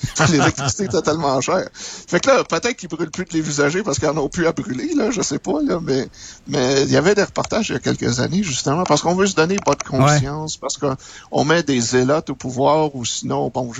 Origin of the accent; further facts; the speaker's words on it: Quebec, Canada; Il y a toujours le mythe d'Hydro-Québec, ça nous définit en tant que Québécois.